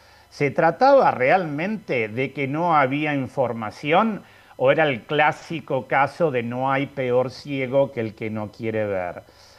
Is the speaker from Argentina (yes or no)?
yes; Argentina